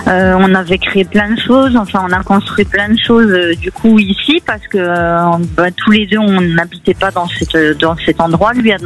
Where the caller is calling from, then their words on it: Occitanie, France; Je vous appelle du 82, le Tarn-et-Garonne.